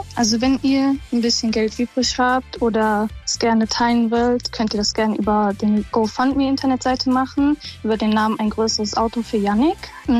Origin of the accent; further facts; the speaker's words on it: Stolberg, North Rhine-Westphalia, Germany; ich komme aus Stolberg